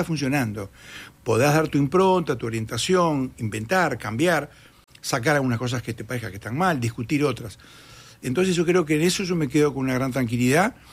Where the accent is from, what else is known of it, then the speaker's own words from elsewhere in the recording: Uruguay; Los uruguayos somos crueles con nuestro país.